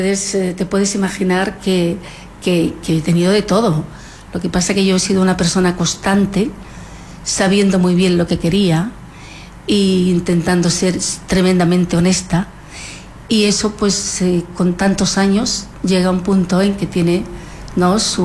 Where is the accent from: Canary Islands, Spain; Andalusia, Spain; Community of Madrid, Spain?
Andalusia, Spain; Marchena; moved away; yo he nacido en un pueblo de secano, que en mi pueblo, yo creo, no sé si me escucha algún marchenero, pero creo que no hay ni río